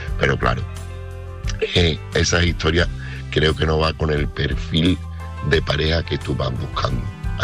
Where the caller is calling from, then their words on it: Seville, Andalusia, Spain; corresponsal de Sevilla